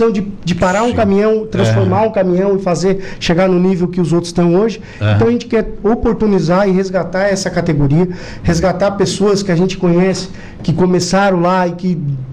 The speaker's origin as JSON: {"language": "Portuguese", "town": "Araranguá", "region": "Santa Catarina", "country": "Brazil", "said": "a gente saiu aqui de Araranguá, um município pequeno do interior de Santa Catarina, e vamos, sem dúvida, ganhar o mundo."}